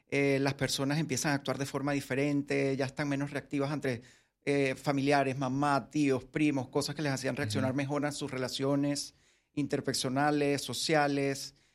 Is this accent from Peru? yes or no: no; Venezuela; born there; Mis padres son italianos, yo nací en Venezuela.